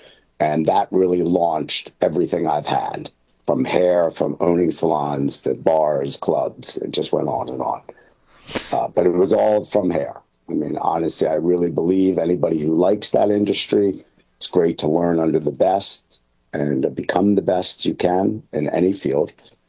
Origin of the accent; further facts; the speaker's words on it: Philadelphia, Pennsylvania, United States; But anyway, I'm from Philadelphia. That's where I'm originally from.